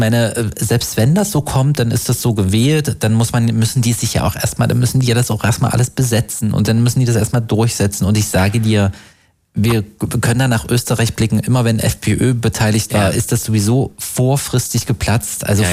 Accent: Saxony-Anhalt, Germany; now in Leipzig, Germany; Ja, du kommst mein Heimatbundesland.

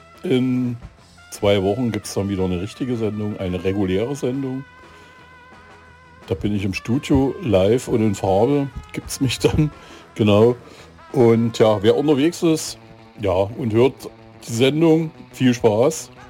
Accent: Eisenach, Thuringia, Germany; ich komme aus Eisenach.

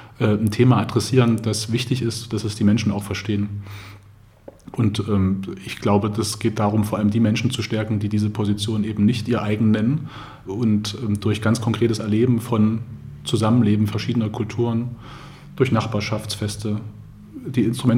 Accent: Jena, Thuringia, Germany; weil in Thüringen geboren zu sein, das ist gar nicht so leicht. Wir sind ja so wenige. Ich bin in Thüringen geboren, ich bin Jenenser, das kehre ich auch gerne heraus, wenn ich mit Erfurtern zu tun habe.

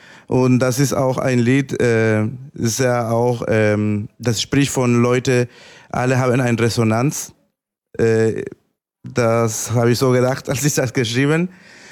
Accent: Nicaragua; German is a second language; now in Germany; ich komme aus Nicaragua und Lateinamerika

